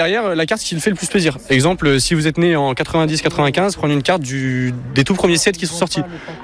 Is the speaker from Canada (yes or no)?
no; Dijon, Bourgogne-Franche-Comté, France; born there; Je viens de Dijon, je suis né ici.